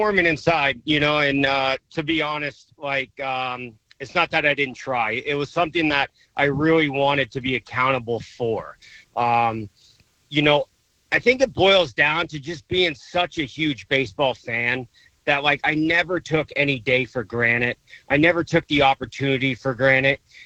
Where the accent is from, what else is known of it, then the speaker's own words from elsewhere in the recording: California, United States; I grew up in the Bay Area, Northern California. So I grew up watching him manage, right?